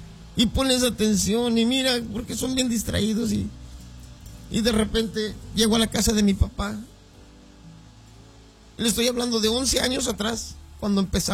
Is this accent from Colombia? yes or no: no; Ébano, San Luis Potosí, Mexico; Los que no conocen Ébano, es un pueblo realmente muy, muy bonito, porque yo soy de ahí, bueno, ahí me crié y lo amo mucho ese pueblo.